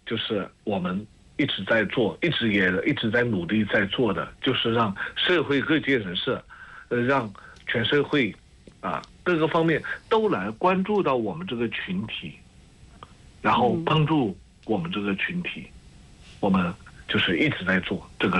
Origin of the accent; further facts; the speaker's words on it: China; 因为我们中国人口的基数大嘛。